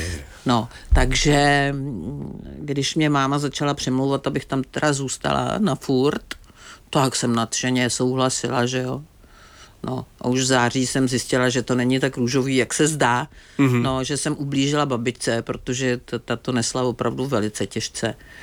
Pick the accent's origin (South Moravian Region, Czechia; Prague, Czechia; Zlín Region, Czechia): Prague, Czechia; born there; Narodila jsem se v Praze.